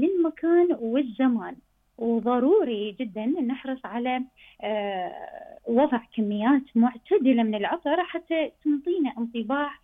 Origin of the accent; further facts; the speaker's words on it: Iraq; احنا عندنا بالعراق الجو يعني يصير جدا حار،